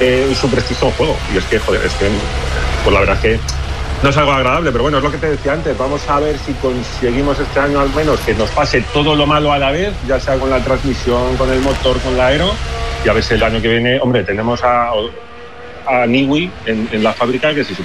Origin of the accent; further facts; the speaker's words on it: Spain; Pero ya no solo porque haya trabajado con él o como aficionado español, es que es un tío muy, muy válido.